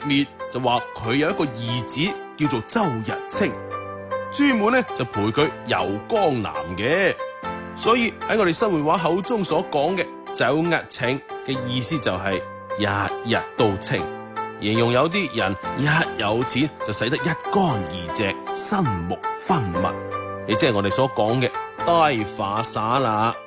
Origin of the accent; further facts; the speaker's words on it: Guangdong, China; 我哋广东人